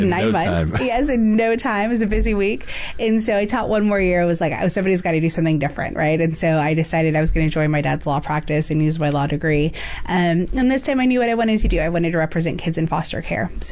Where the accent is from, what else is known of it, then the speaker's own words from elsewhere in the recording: San Antonio, Texas, United States; So first and foremost, I'm definitely from San Antonio, born and raised here. Been in the 23rd for quite some time. I am a graduate of Lee High School